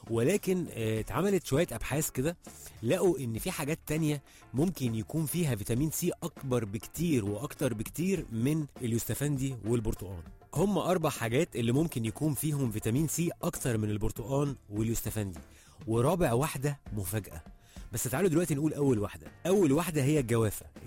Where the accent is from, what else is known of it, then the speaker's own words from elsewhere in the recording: Egypt; واحنا كشعب مصري بيعز جدا فكرة المحاشي في العموم